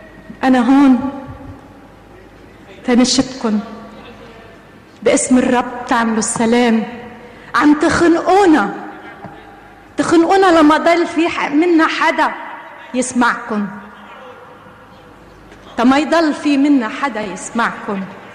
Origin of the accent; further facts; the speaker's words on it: Lebanon; وإذا أنا متهمة إني أنا لبنانية نيالي